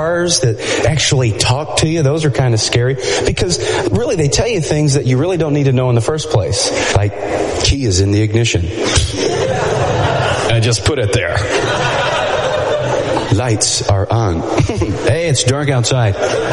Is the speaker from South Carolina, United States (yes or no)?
no; Nashville, Tennessee, United States